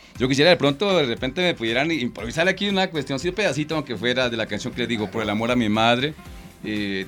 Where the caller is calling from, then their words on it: Santa María, Boyacá, Colombia; Yo soy de un pueblito que se llama Santa María, departamento de Boyacá. Más exactamente la zona rural, como a 4 horas del pueblo, se llama mi vereda, Ceiba Grande. Y allá pues mi madre una campesina, mi padre un campesino